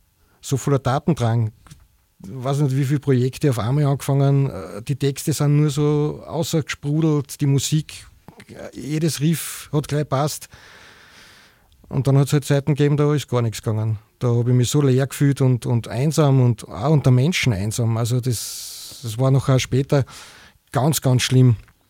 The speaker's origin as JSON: {"language": "German", "town": "Schladming", "region": "Styria", "country": "Austria", "tie": "born or raised there", "also_born_or_lived": "Graz", "said": "Also ich bin ja in der Obersteiermark aufgewachsen"}